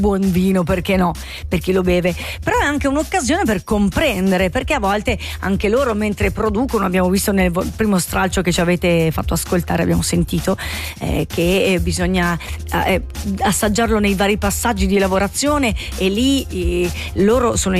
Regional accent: Biasca, Ticino, Switzerland; io sono di Biasca. Due, diciamo, luoghi nemici, seppur quasi vicini, con dei dialetti meravigliosi

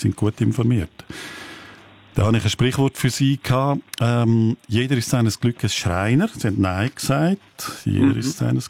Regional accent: Graubünden, Switzerland; accent: Bündner dialect; geht es um Gucci, so sagt man im Bündnerland. Auch an einem Sofa, an einer Couch, so würde ich es in meinem Dialekt sagen. Ein Sofa, ein kleines Sofa ist im Bündnerland auch ein Gucci.

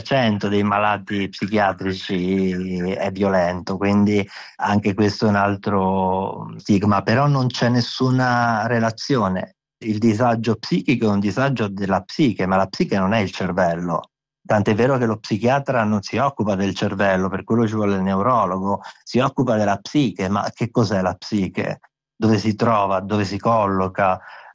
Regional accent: Abruzzo, Italy; born or raised there; first language Abruzzese dialect; Italian is a second language; moved away as an adult; also born or lived in Milan

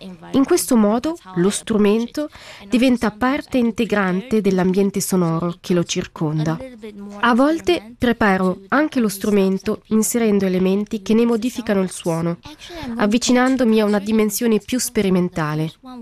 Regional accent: Taiwan; Ciao a tutti. … vengo da Taiwan.

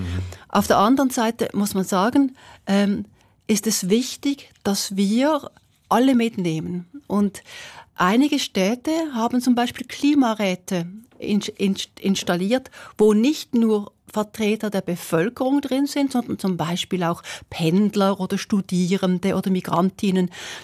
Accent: Switzerland; ja, aber als Schweizer Mädchen ist es mir schon noch wichtig, auch ein wenig teilzuhaben, sozusagen an dem, was passiert im eigenen Land.

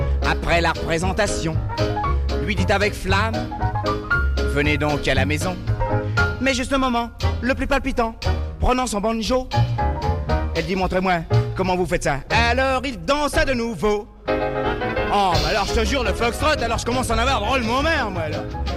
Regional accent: Guadeloupe; Petite chanson de mon pays, parce que je suis des Antilles de la Guadeloupe.

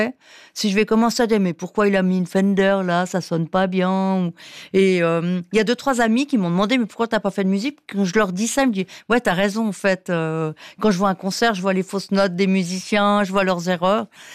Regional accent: Valais, Switzerland; accent: Valais; si je parle à une copine valaisanne, j'ai l'accent tout de suite.

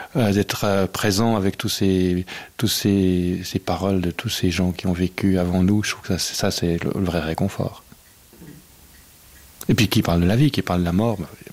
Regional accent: Switzerland; On est des Suisses, là, privilégiés dans un monde de Disneyland.

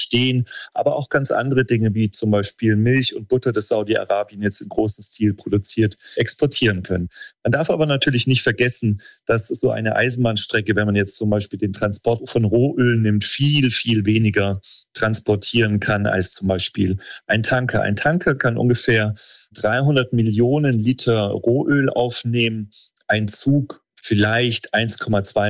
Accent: Germany; Naja, ich als Deutscher sehe seit Jahren, wie schwierig es ist, in Deutschland eine Bahnstrecke zu bauen oder einen Bahnhof zu bauen.

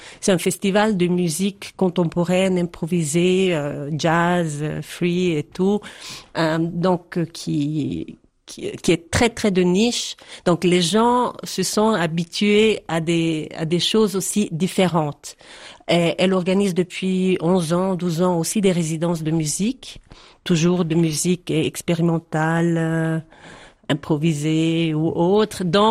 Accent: Poschiavo, Graubünden, Switzerland; also born or lived in Geneva; Quand j'étais à Genève et puis on me demandait, et je disais je suis du Val Poschiavo, ils disaient ah waouh, chouette, les montagnes, etc.

